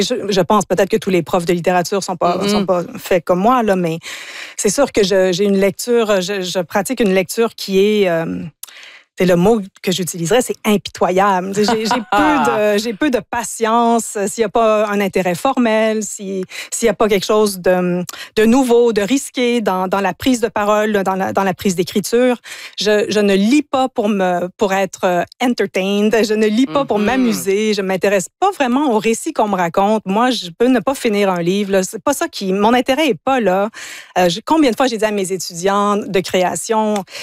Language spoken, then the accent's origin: French; Ontario, Canada; first language English; moved away; also born or lived in United States / England; Moi, je suis franco-ontarienne au départ, donc j'ai grandi dans l'univers anglophone. Mm-hmm. J'ai vécu aux États-Unis, en Angleterre. Donc, l'anglais, c'est un peu ma langue maternelle d'une bizarre de façon.